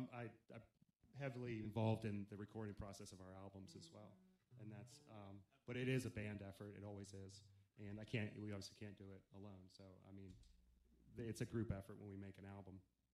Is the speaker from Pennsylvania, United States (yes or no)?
yes; Franklin, Pennsylvania, United States; I'm from Western Pennsylvania. There are no bass players in Franklin, Pennsylvania at that time at all.